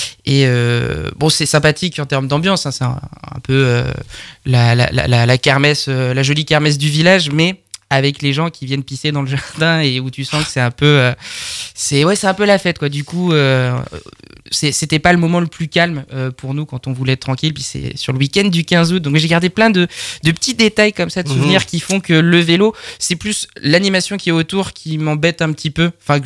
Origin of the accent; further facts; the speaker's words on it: Loudéac, Brittany, France; Moi, je viens de l'Oudéac. Et à l'Oudéac, bon, c'est le vélo un peu qui est le sport roi là, en Centre-Bretagne.